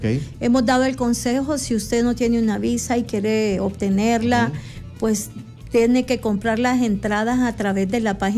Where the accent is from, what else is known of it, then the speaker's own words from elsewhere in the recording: El Salvador; Los salvadoreños tenemos derecho a múltiples residencias, no ciudadanía.